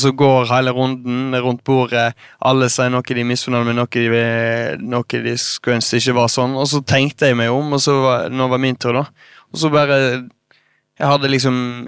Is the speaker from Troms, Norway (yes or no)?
no; Øystese, Vestland, Norway; also born or lived in Bergen; Nei, jeg ble født her I Bergen, men... Jeg flyttet tidlig, eller familien flyttet tidlig til Øystese, der ligger I Hardangerfjorden, litt sånn sørøst for Bergen. Når jeg var tre da, så flyttet vi der og bygde hus og ja, vokste opp I en ganske trygg og god familie.